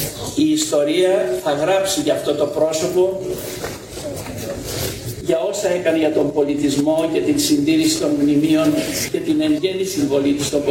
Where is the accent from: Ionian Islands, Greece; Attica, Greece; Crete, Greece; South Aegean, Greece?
South Aegean, Greece; Amorgos; moved away; ποτέ δεν έφυγα πραγματικά από την Αμορώ. Ένα κομμάτι της ψυχής μου έμεινε πάντοτε εδώ